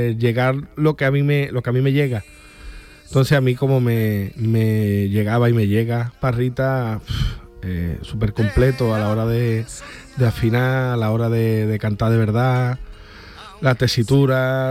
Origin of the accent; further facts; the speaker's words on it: Camas, Andalusia, Spain; costalero de Gran Poder de Cama de mi pueblo